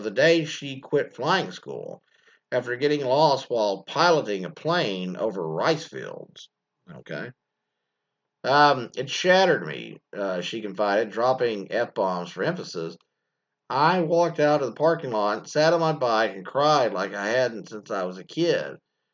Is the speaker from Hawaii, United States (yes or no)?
yes; Hawaii, United States; born there; I was born in Hawaii, a Chinese-American mom and a Caucasian dad. Later ping-ponging between cities and foreign assignments, including a stint covering exotic foods in Shanghai.